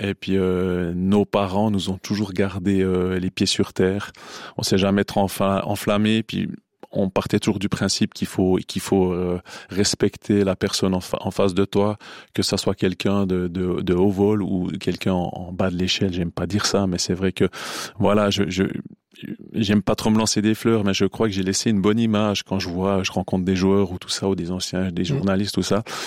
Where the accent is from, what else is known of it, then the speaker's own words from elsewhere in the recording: Courtemaîche, Jura, Switzerland; Ouais, hein. Je viens de Courtemèche.